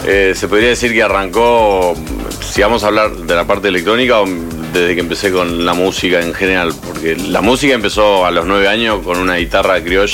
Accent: Buenos Aires Province, Argentina; born there; del oeste de Buenos Aires.

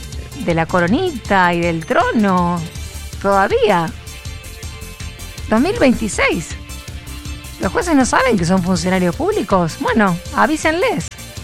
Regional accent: Rosario, Santa Fe, Argentina; somos rosarinos

